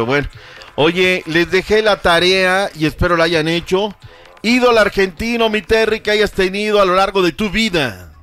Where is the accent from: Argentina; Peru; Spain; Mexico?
Mexico; somos tan mala gente los mexicanos con los argentinos.